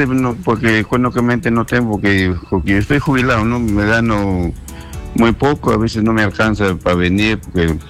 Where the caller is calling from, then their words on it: San Vicente de Cañete, Lima, Peru; vivo en Cañete